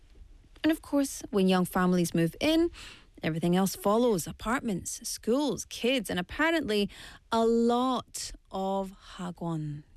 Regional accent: Scotland, United Kingdom; moved away; right from my home country

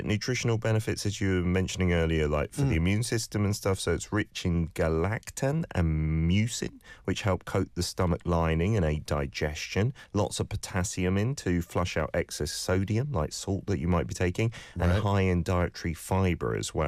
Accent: Philippines

